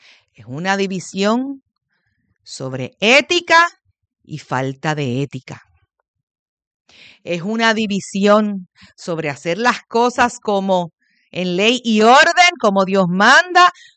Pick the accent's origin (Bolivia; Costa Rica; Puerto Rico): Puerto Rico; los puertorriqueños son buenos, somos buenos, somos pacientes.